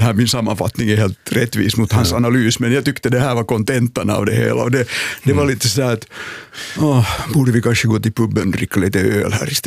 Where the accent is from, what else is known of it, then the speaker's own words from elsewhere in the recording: Finland; Jag är journalist från Finland.